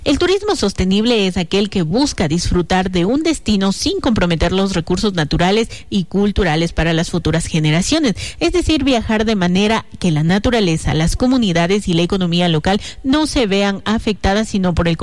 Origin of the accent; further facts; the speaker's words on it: Ecuador; tenemos como ecuatorianos